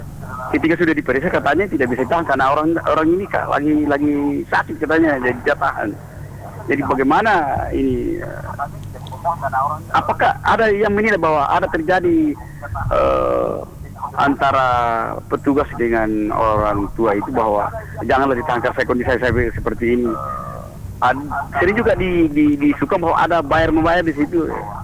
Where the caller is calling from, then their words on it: Lembang, South Sulawesi, Indonesia; di Lembang, Kabupaten Pindrang, Sulawesi Selatan.